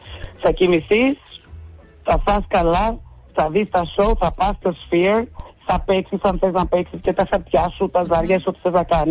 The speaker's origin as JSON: {"language": "Greek", "country": "Greece", "moved": "yes", "lives_now": "Las Vegas, United States"}